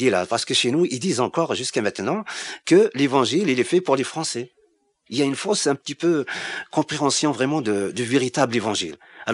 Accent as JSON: {"language": "French", "country": "Algeria", "moved": "yes", "lives_now": "France", "said": "Quand je suis parti en France, d'Algérie, c'est pour fuir un petit peu toutes ces questions de religion."}